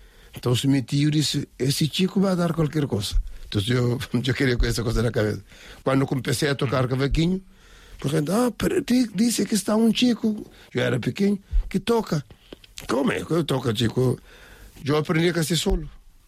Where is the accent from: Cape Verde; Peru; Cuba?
Cape Verde; Maio; Spanish is a second language; moved away as an adult; yo soy de Isla de Mayo